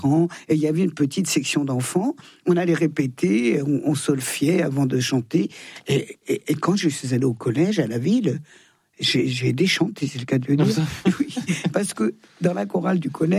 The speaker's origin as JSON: {"language": "French", "town": "Thonon-les-Bains", "region": "Auvergne-Rhône-Alpes", "country": "France", "tie": "born there", "said": "Je suis née à Thonon."}